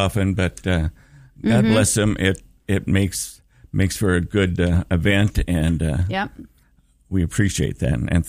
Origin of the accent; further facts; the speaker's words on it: Sioux Falls, South Dakota, United States; now in West Central Minnesota, United States; I'm originally from Sioux Falls.